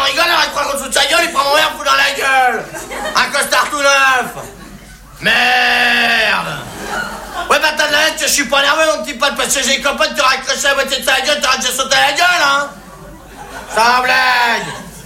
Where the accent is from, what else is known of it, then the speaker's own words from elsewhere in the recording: France; Les Français, c'est des cons, oui, ben, je suis bien placé, hein, je suis français.